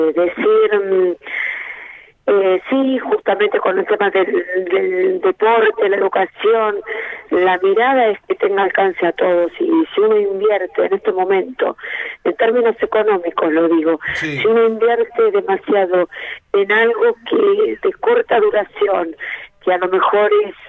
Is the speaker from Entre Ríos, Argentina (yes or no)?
no; Bahía Blanca, Buenos Aires Province, Argentina; now in Villarino, Argentina; yo soy de Bahía Blanca y me siento una más de acá del distrito, hace muchos años que estoy